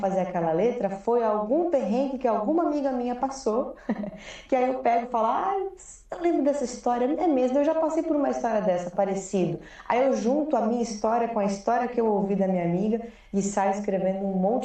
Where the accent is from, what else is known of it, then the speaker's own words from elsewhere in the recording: Sorocaba, São Paulo, Brazil; Eu sou de Sorocaba, natural de Sorocaba.